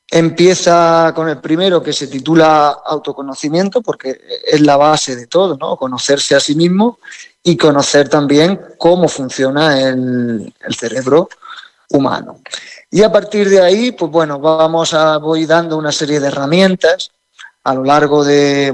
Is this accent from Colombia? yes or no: no; Caravaca de la Cruz, Region of Murcia, Spain; de aquí, de Caravaca de la Cruz, que es de donde yo soy.